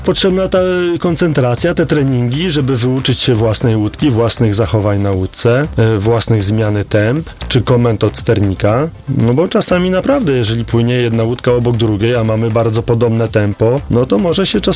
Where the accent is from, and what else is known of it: Biskupiec, Warmian-Masurian Voivodeship, Poland